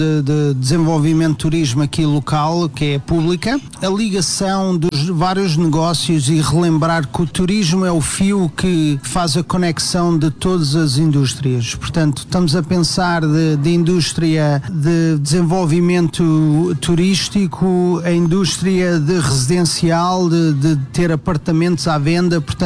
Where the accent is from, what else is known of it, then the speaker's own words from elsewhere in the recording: Portugal; now in West Palm Beach, United States; Eu, como português, vou ser um grande fã de ter a minha seleção aqui em West Palm Beach